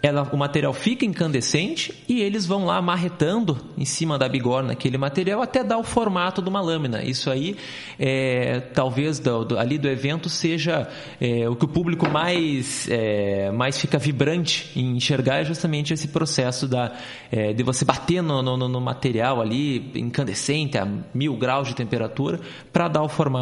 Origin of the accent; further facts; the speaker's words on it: Curitiba, Paraná, Brazil; Eu sou, nasci em Curitiba e sempre morei em Curitiba